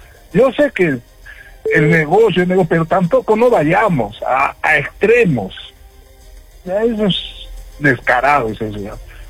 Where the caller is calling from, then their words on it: Arequipa, Peru; Como arequipeños que somos